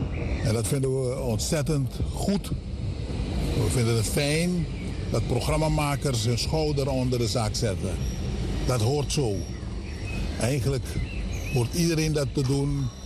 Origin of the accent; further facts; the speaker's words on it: Suriname; Maar die uitdaging moeten wij als Surinamers aanvaarden.